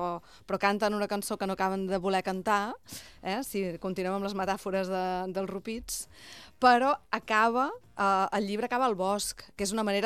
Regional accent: Catalonia, Spain; born there; jo soc catalana de naixement, o sigui, tinc allò 8 apellidos catalanes, ¿vale?

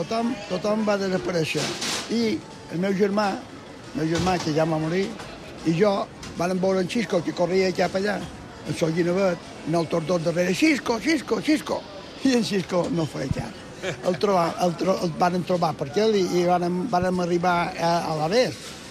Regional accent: Palma, Balearic Islands, Spain; born there; Quan vaig començar a caminar, ma mare pelava peus i jo estava a 50 metres de la nave de xocs, de l'escorxador de Palma.

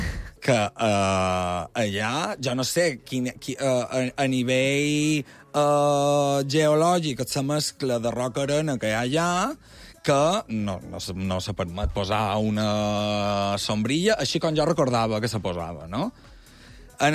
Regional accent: Balearic Islands, Spain; clar, no a mi com a mallorquí no me passarà.

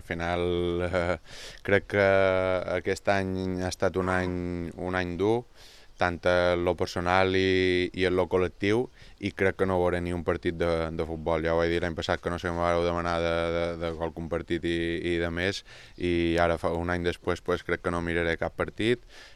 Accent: Mallorca, Balearic Islands, Spain; Com a mallorquí i mallorquinista

